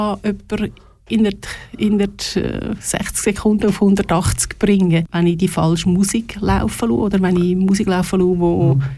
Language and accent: German; Linthal, Glarus, Switzerland; Ich bin zuhinterst im Glarnerland aufgewachsen, also geboren in Glaris und aufgewachsen ganz hinten in Lintal.